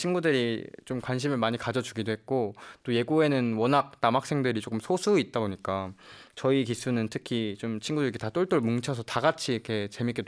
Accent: Jeju, South Korea; 처음에 일단 제가 제주도 출신이기도 하고 하니까

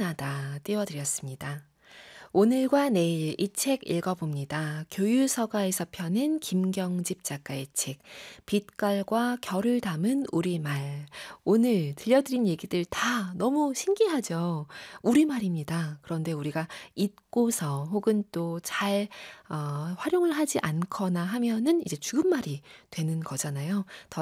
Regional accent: South Korea; 제가 한국인이어서가 아니라

